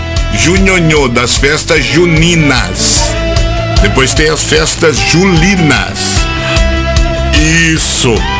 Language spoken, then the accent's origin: Portuguese; Brazil; Porque Rafar nunca teve rádio. E eu queria uma rádio na minha cidade natal.